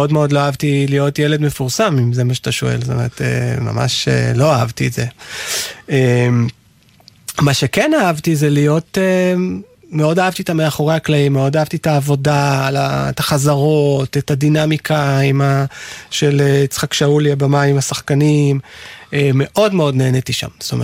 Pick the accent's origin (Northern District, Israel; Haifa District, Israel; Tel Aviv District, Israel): Tel Aviv District, Israel; Tel Aviv; born there; נולדתי בתל אביב לפני 50 שנה. הייתי ילד רגיל ועם שיער.